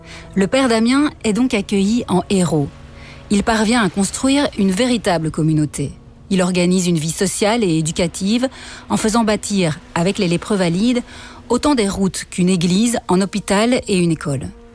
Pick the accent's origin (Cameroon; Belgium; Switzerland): Belgium; Et chez nous, en Belgique, sa mémoire se perpétue